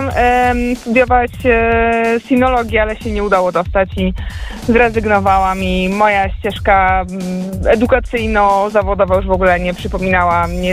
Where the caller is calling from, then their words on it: Łosice, Masovian Voivodeship, Poland; Ja jestem ze wschodu.